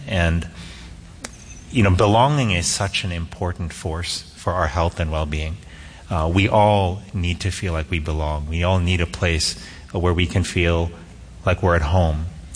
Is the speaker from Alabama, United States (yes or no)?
no; Miami, Florida, United States; born or raised there